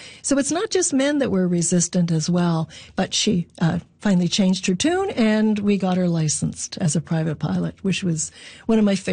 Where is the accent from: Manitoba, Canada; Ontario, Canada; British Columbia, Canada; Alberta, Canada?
Ontario, Canada; Belleville; Belleville, Ontario, near the Trenton Air Force Base, just a bit west. We were on the west side of Belleville near the Trenton Air Force Base. And I grew up during the time of the Golden Hawks.